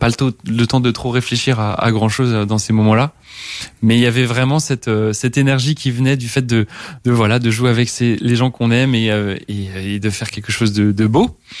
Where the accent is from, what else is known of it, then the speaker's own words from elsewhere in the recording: Thann, Grand Est, France; je suis issu d'une famille de musiciens amateurs. Donc j'ai grandi en Alsace dans une petite ville qui s'appelle Tann